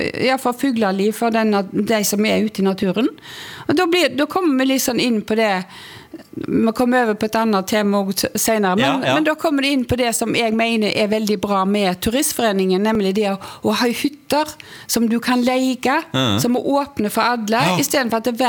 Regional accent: Vihavda, Sweden; Jeg er jo født og oppvokst på Vihavda i Sverige også.

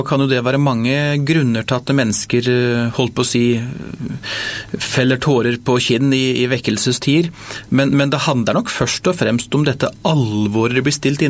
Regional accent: Bamble, Telemark, Norway; moved away; en liten enkel ungdom fra Bamble kommune i Telemark fylke.

